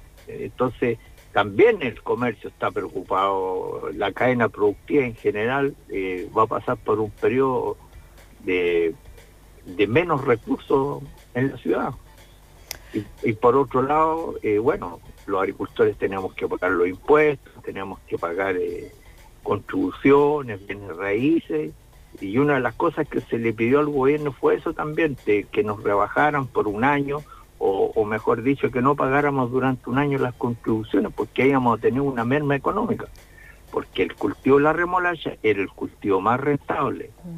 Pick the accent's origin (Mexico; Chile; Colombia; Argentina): Chile; yo como chileno